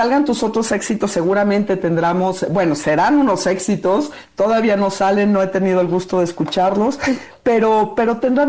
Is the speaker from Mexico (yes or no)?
yes; Mexico